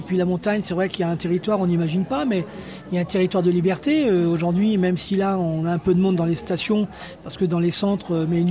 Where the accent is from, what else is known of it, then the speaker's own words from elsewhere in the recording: Grand Est, France; now in Portes du Soleil, France; Maintenant, je me considère un peu comme un montagnard, mais c'est vrai qu'à l'origine, je suis né en Champagne. Et en fait, je n'ai passé que mon adolescence.